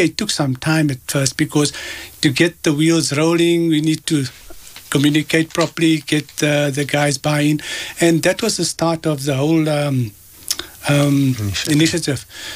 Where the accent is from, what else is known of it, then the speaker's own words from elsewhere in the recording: Bosmont, Gauteng, South Africa; I grew up in Bosmont as well.